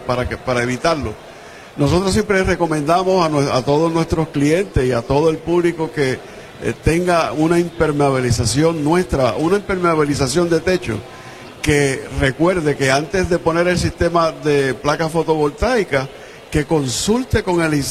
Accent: Puerto Rico; Un producto de calidad, y estamos fabricando aquí en Puerto Rico, somos puertorriqueños.

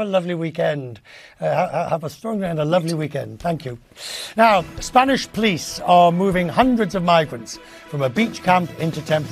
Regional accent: United Kingdom; even if it costs me as a British taxpayer as well, dear

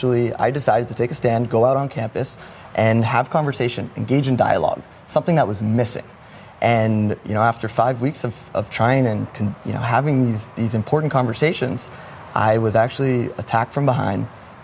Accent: Boston, Massachusetts, United States; now in Israel; I'm a lone soldier. I'm from Boston. So I, you know, moved to Israel. I don't have family in the country to support me.

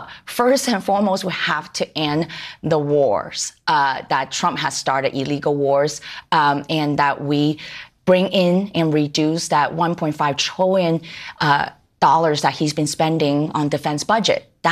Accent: San Francisco, California, United States; I grew up in San Francisco, came to San Francisco's Chinatown when I was 13 years old with my single mom and a younger brother.

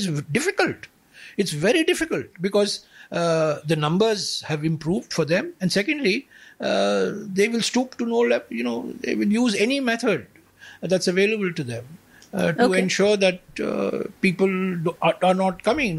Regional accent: Karnataka, India; I'm from Karnataka.

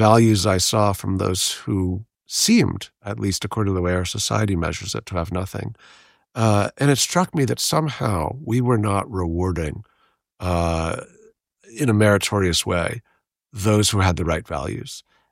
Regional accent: New York City, New York, United States; So I'm a New Yorker through and through. I'm a fourth generation New Yorker. And I grew up in New York during what, prior to the present moment, really had been kind of the prior peak homelessness crisis in New York in the 1970s, 1980s

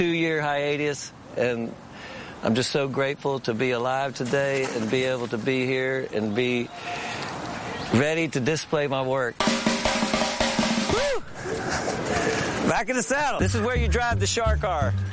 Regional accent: Houston, Texas, United States; And just growing up in Houston, you know, it's the fourth largest city.

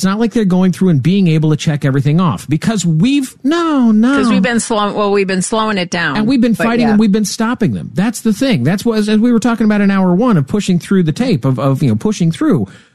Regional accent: Nebraska, United States; I know, I'm from Nebraska.

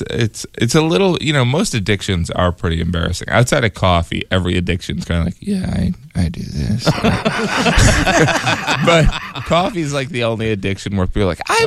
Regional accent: Indiana, United States; I used to dip when I was growing up. I'm from Indiana, so, you know.

